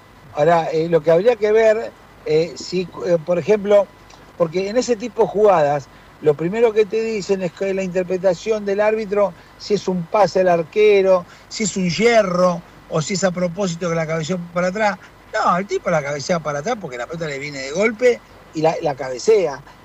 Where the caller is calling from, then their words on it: Argentina; a mí como argentino